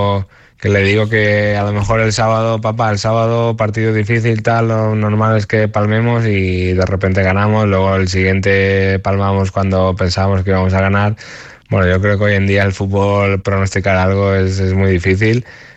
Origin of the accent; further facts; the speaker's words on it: Málaga, Andalusia, Spain; Sí, bueno, eso es un sueño para todos los que somos malagueños y hemos empezado aquí en el club.